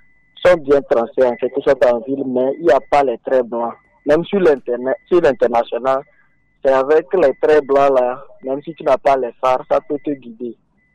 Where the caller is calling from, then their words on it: Lomé, Maritime, Togo; J'appelle de Legbacito